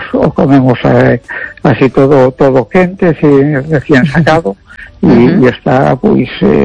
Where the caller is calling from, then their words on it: A Coruña, Galicia, Spain; de Esta Coruña.